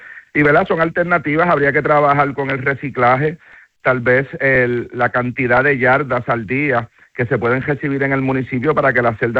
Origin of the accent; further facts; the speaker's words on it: Cabo Rojo, Puerto Rico; De toda la vida. Nací en el hospital de Mayagüez y tan pronto dieron de alta a mi mamá, pues regresé a Cabo Rojo.